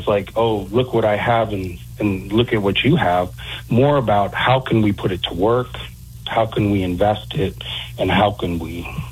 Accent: Houston, Texas, United States; I grew up in Houston. I spent the first 18 years of my life in Houston, and you know, as soon as I could, I got out of there.

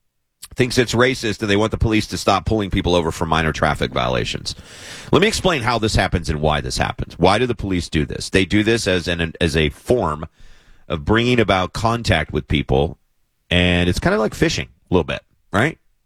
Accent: Southeast, United States; now in San Diego, United States; I grew up in the Southeast.

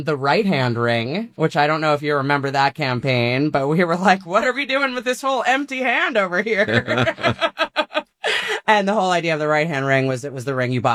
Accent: New York, United States; now in Brooklyn, United States; I grew up in New York, right outside the city, largely. Went to high school in the city. And I now live in Brooklyn with my wife and my 7-year-old son and a little dog.

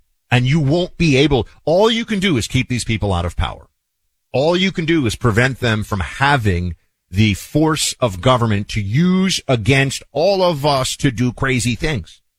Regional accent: New York City, New York, United States; born or raised there

